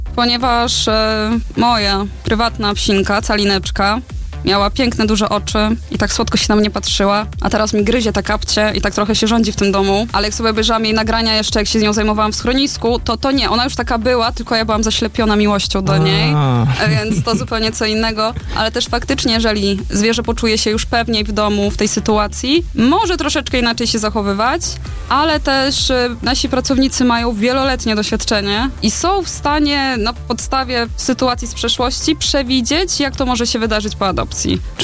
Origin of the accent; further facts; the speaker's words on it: Podlaskie Voivodeship, Poland; accent: Suwałki; moved away as an adult; now in Toruń, Poland; Pochodzę z małej wsi na Suwalszczyźnie. Nie jest to Podlasie, jest to województwo podlaskie, ale nie zaciągam gwaru taką typowo podlaską. Miałam swoją taką suwalską, czego już nie słychać.